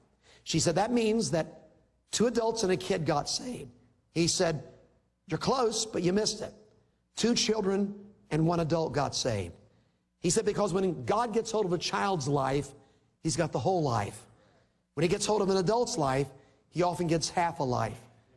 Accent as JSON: {"language": "English", "town": "Little Rock", "region": "Arkansas", "country": "United States", "tie": "born there", "said": "I was born in the Baptist hospital in Little Rock, Arkansas."}